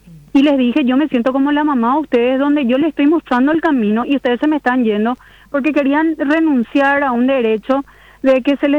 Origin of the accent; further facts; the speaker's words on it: Paraguay; qué es lo que nosotros queremos como paraguayos?